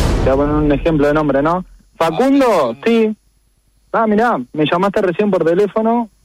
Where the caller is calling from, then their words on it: Las Piedras, Canelones, Uruguay; soy de Las Piedras